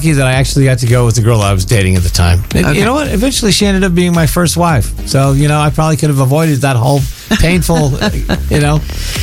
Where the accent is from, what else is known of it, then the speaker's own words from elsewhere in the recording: Salinas, California, United States; I was raised in Salinas.